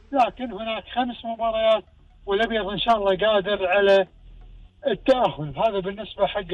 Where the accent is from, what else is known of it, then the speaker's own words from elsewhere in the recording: Kuwait; ديرتنا الحبيبة الكويت